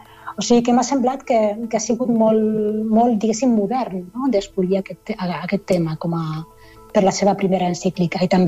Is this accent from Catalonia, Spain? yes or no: yes; Barcelona, Catalonia, Spain; now in Berlin, Germany; Jo soc de Barcelona.